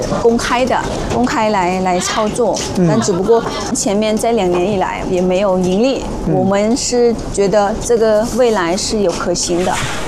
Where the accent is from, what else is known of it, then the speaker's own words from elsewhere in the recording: Laos; 我老家也是北部嘛，